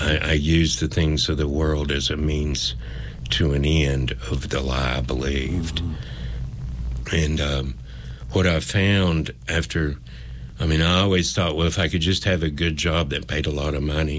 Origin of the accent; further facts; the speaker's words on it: Kingsport, Tennessee, United States; I grew up in Kingsport, Tennessee. I left and got a job, went to college and all that for several years, and ended up coming back, kind of like a full circle.